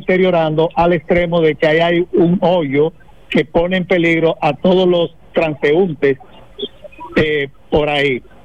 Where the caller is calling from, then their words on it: Santiago de los Caballeros, Santiago, Dominican Republic; desde Santiago.